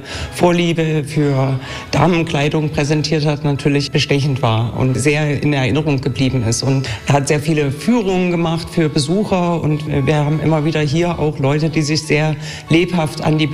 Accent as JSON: {"language": "German", "town": "Dresden", "region": "Saxony", "country": "Germany", "said": "Ich komme aus dem Bergland, also aus Dresden."}